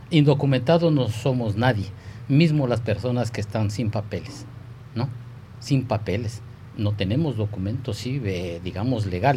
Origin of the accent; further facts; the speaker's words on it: Ecuador; now in Belgium; aquí hay fiestas que hacemos los ecuatorianos